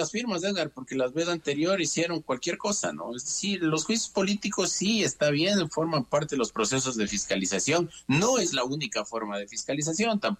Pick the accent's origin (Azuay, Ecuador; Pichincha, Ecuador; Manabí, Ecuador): Pichincha, Ecuador; Quito